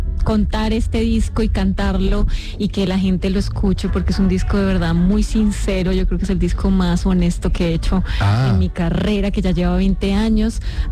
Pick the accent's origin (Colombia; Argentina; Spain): Colombia; Tunja, Boyacá; also born or lived in San Gil; now in Bogotá, Colombia; Fíjate, soy sangileña.